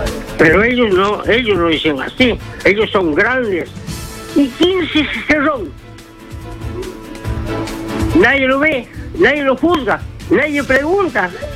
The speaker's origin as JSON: {"language": "Spanish", "town": "Loya Grande", "region": "Amazonas", "country": "Peru", "said": "Yo soy de Amazonas, doctor. Yo vivo en un sitio muy lejano de Amazonas. Un sitio que se llama Loya Grande. De Loya Grande a 2 horas todavía caminando. Soy agricultor."}